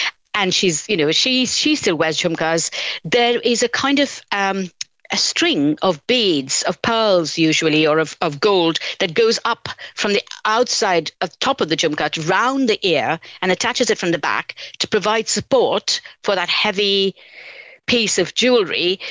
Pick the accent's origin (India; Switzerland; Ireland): India; I grew up in India, and this is a history that resonates deeply for me.